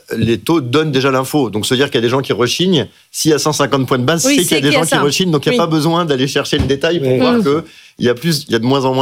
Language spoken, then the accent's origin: French; France; Ce qui me gêne juste, c'est qu'on est français, quoi.